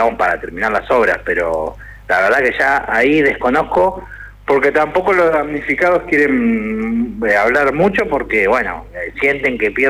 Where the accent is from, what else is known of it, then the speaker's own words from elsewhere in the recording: Luján, Buenos Aires Province, Argentina; porque en Luján, digamos, que yo soy de Luján, desembarcaron allá por el 2020